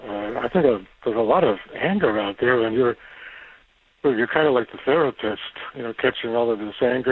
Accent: Milwaukee, Wisconsin, United States; now in Newton, United States; I just came back from Milwaukee, my hometown

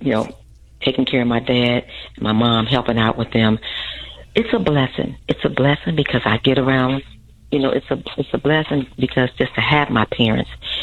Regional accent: Chicago, Illinois, United States; We grew up in the LeClaire Courts, where everybody, it's a project, where everybody basically worked.

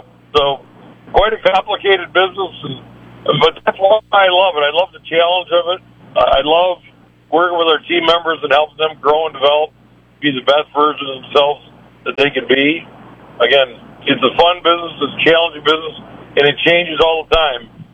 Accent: Monroe, Michigan, United States; also born or lived in Wyandotte, Michigan; I was born in Wyandotte, Michigan. Again, raised in Monroe.

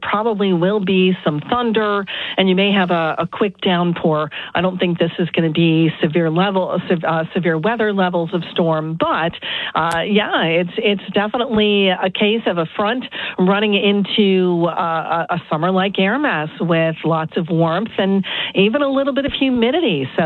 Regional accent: Mountain Top, Pennsylvania, United States; now in central Pennsylvania, United States; I grew up in Mountaintop in Luzerne County.

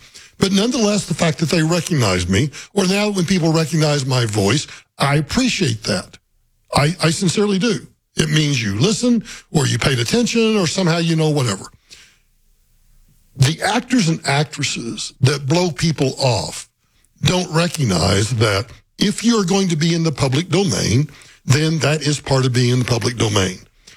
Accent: Oklahoma, United States; I'm a lawyer from Oklahoma, and I'm here doing some business

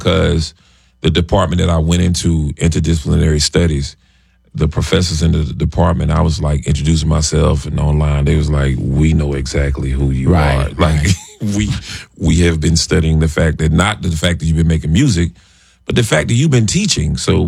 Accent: North Carolina, United States; I'm from North Carolina.

